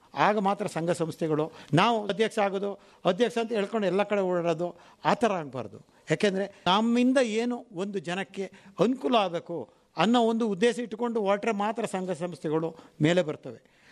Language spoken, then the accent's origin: Kannada; Sakleshpur, Karnataka, India; ನಮ್ಮ ಮಲೆನಾಡು ಭಾಗದಲ್ಲಿ ಅದು ಈ ಸಕಲೇಶ್ಪುರ ಭಾಗದಲ್ಲಿ